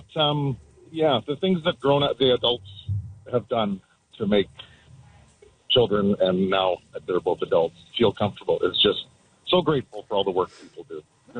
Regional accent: Edmonton, Alberta, Canada; I'm actually from Edmonton. I'm on my way to Victoria to go to kayaking

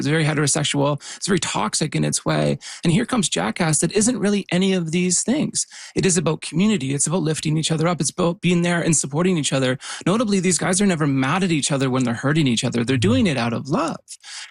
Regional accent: Yukon, Canada; I grew up in the Yukon

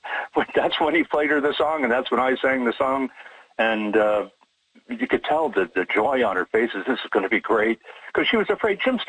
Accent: Ireland; I'm an Irish tenor, and I'm known in the business for my falsetto, among other things

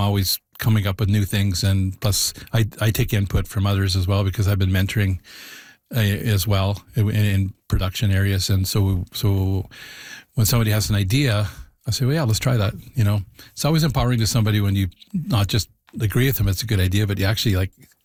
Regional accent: Yukon, Canada; people found out that I was from the Yukon

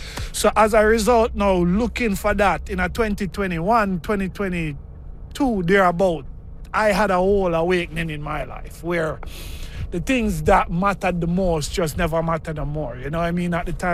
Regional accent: Jamaica; now in Kelowna, Canada; It's basically growing up in Jamaica

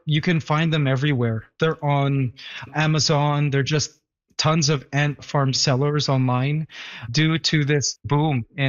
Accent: Canada; now in Philippines; I am a Canadian that grew up and was born in Canada, but is currently living in the Philippines.

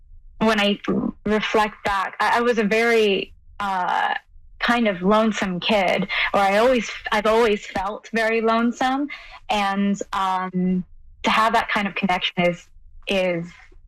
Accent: Guelph, Ontario, Canada; Well, I grew up in Guelph, Ontario, and my cousins lived down the street and my grandmother lived down the street.

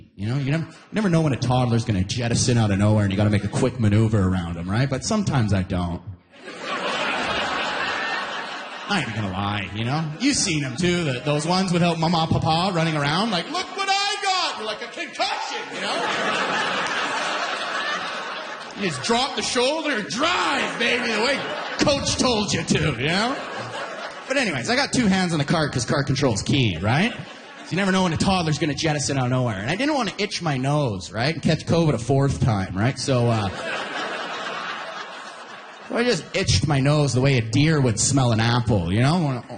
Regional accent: Alberta, Canada; now in Ontario, Canada; I lost 3 friends just because I'm from Alberta. You know?

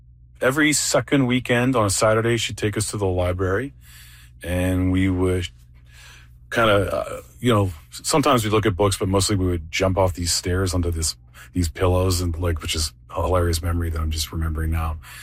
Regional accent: Saskatoon, Saskatchewan, Canada; I'm the singer and guitar player from … We're from Saskatoon, Saskatchewan.

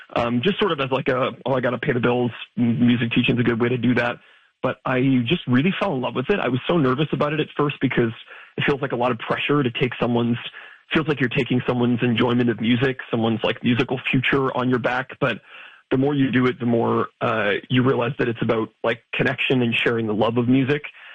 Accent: Hamilton, Ontario, Canada; It sort of starts as like an exploration of how I'm feeling when I go back to Hamilton, Ontario, my hometown.

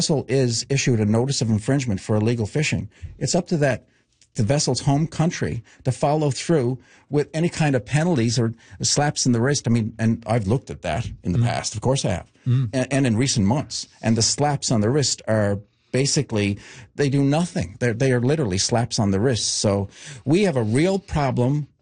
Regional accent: Newfoundland and Labrador, Canada; I take it as a real affront as a Newfoundlander that moratorium was lifted.

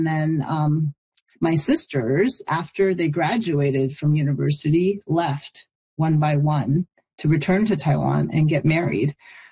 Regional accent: Canada; my growing up in, you know, Canada, and then being like sort of parachuted back into my hometown felt very jarring.

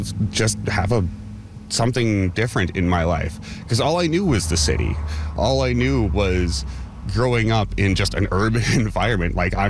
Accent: Saskatoon, Saskatchewan, Canada; Growing up in Saskatoon, you're around trains all the time.

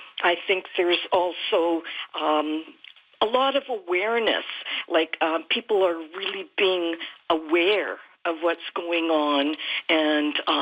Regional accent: Canada; I'm feeling proud of my fellow Canadians.

